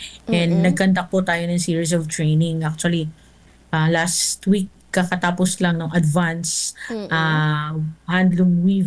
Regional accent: Bicol Region, Philippines; dito sa Catanduanes, ano, kasi syempre taga-Catanduanes ako.

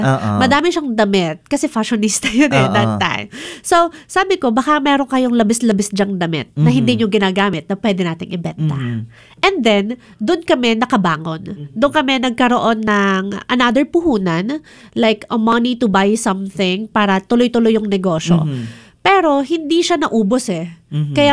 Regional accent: Calabarzon, Philippines; Kasi we're from Batangas eh.

